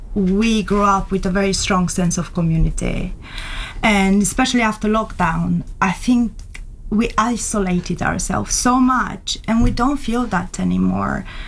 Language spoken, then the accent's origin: English; Deva, Hunedoara County, Romania; moved away as an adult; I am from Deva, from Romania. Okay. So it happens to be both of us, we are Romanian.